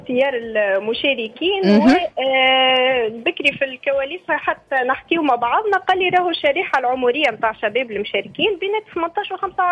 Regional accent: Tunisia; accent: Tunisian; الثراء متاع لهجتنا نجم نقولوا عليها لغة، أما مش تكون بلهجة تونسية

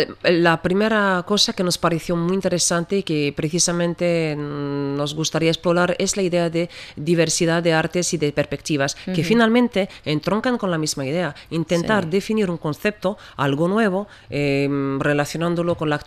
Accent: France; Yo soy francesa, argelina y también digo, bueno, tunecina

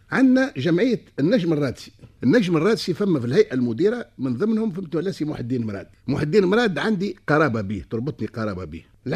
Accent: Radès, Ben Arous, Tunisia; بحكم وجودي في رادس، أنا من مواليد رادس، عاد عندنا جمعية نجم الضواحي

